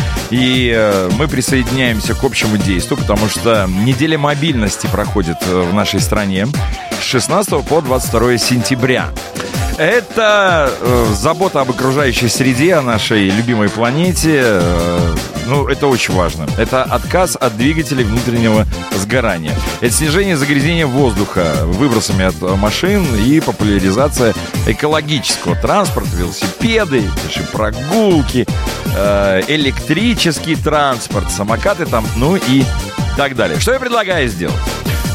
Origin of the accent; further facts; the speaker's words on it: Belarus; мы, замечательные белорусы